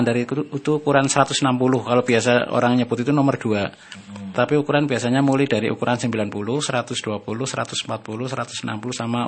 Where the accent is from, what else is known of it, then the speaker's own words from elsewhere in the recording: Wirasana, Central Java, Indonesia; saya dari Celeleng Wirasana.